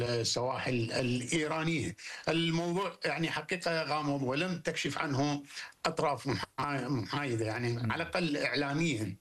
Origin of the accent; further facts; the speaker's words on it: Iraq; now in Baghdad, Iraq; إحنا العراق